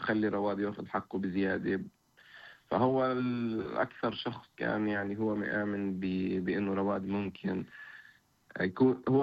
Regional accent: Nablus Governorate, Palestine; احنا من نابلس اصلا، من قرى نابلس

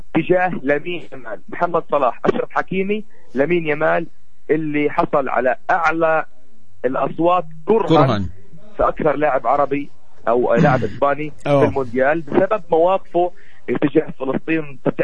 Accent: Palestine; وأنا كإعلامي رياضي فلسطيني

